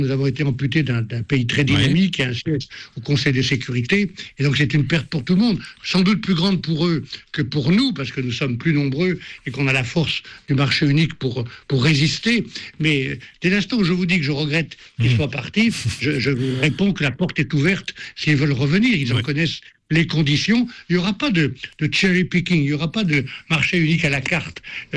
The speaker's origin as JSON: {"language": "French", "country": "France", "said": "chez nous, en France"}